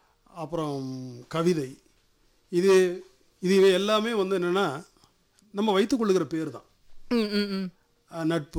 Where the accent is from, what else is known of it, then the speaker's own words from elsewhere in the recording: Palani, Tamil Nadu, India; also born or lived in Pollachi / Madurai; நான் என்னுடைய சொந்த ஊர் பழனி, பிறந்து வளர்ந்தது படித்தது எல்லாம்